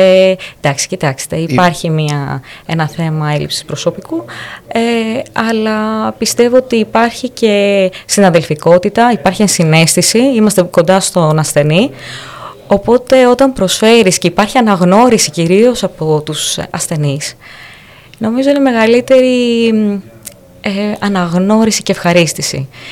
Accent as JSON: {"language": "Greek", "country": "Greece", "said": "να συνεχίσω στον τόπο μου"}